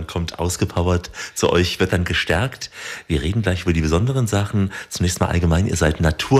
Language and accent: German; Saxony, Germany; born there; Und ich bin gebürtiger Sachs